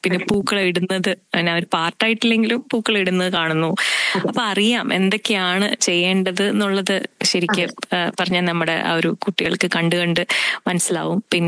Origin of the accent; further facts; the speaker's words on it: Thiruvananthapuram, Kerala, India; now in Australia; ഞാൻ ട്രിവാൻഡ്രത്തിൽ നിന്നാണ്